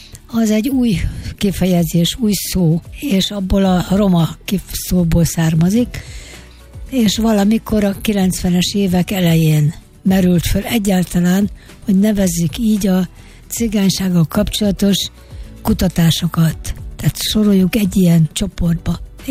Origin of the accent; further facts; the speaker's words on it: Mezőtúr, Jász-Nagykun-Szolnok, Hungary; Én mezőtúri vagyok, ez egy alföldi középváros